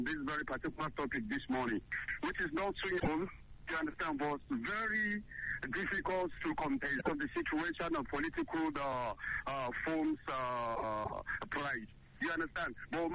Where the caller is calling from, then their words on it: Niger State, Nigeria; I am calling you from Niger State. But precisely, I am representing Baku and Moka government area in Niger State.